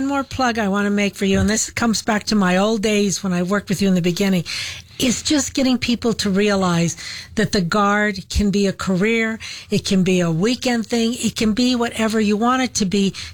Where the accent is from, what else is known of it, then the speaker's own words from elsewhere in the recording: New Mexico, United States; born there; like we say in Northern New Mexico, we were born here all our lives. Born here all our lives.